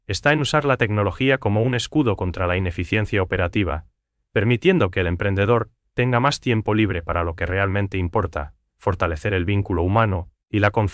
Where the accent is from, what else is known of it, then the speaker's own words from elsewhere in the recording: Paraguay; nos caracteriza como paraguayos